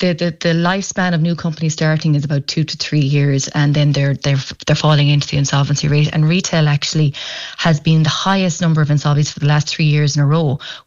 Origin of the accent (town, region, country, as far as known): Ireland